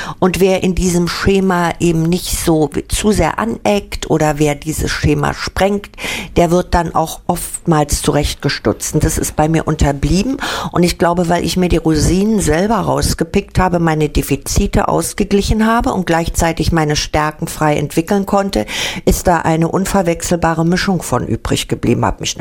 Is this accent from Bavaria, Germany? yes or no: no; Berlin, Germany; und dann noch als Berlinerin.